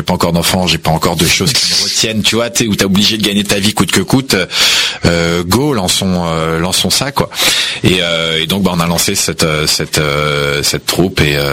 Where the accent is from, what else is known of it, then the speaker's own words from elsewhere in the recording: Meudon, Île-de-France, France; moi je suis né à Meudon, donc dans le 92. J'ai toujours grandi en Île-de-France et j'ai toujours été en Île-de-France